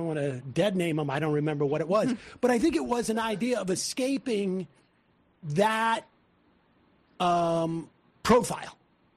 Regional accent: Worcester, Massachusetts, United States; I grew up in Worcester, Massachusetts. It was not like a very, like, it was a, not the, the most Jewish of places, but we were, you know, in Hebrew school.

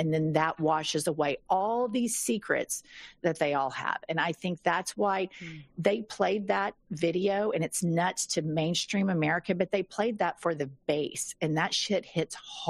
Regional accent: Oklahoma City, Oklahoma, United States; These friends I grew up with in Oklahoma City were terrified.

